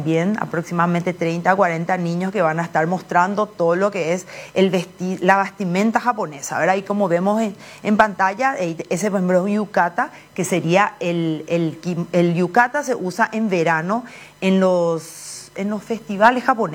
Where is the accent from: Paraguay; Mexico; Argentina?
Paraguay; Yo ya soy paraguaya, pero sí de madre paraguaya y padre japonés.